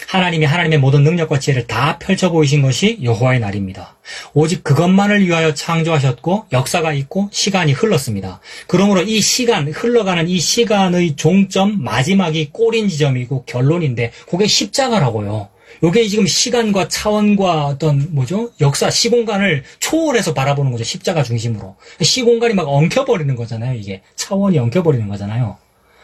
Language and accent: Korean; Gyeongsang, South Korea; 내 고향이 대구는 아니지만 경상도 사람이니까 알아듣는단 말입니다.